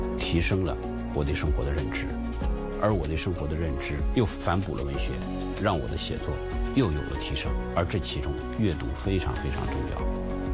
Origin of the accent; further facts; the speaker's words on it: Jiangsu, China; now in Beijing, China; 我个人的人生轨迹是从南往北，我江苏人，就这么多年一点点往北走。我们这波人70年代出生的人，